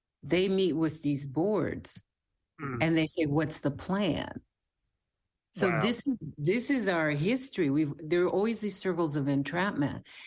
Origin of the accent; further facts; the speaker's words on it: Texas, United States; And I'm from Texas, so I've seen all kinds, like the gunshot in the back of the pickup truck on the rack and stuff like that.